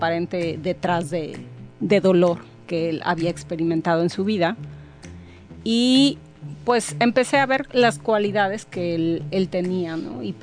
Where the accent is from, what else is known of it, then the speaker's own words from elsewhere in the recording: Acapulco, Guerrero, Mexico; moved away; yo salí de Acapulco, pero Acapulco no salió de mí, ¿no? Y es un placer poder estar aquí en mi tierra natal